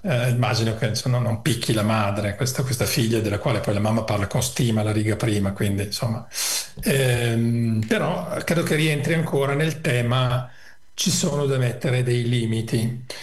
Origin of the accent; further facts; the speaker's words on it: Emilia-Romagna, Italy; dalle mie parti, io in Emilia si direbbe da su